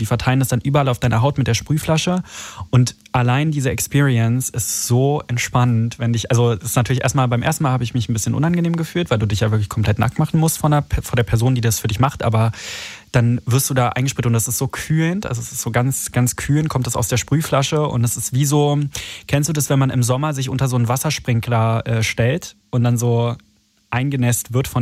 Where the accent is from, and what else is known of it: Berlin, Germany